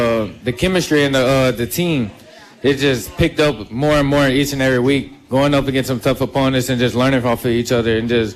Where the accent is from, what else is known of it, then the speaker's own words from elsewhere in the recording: Louisiana, United States; I'm from Louisiana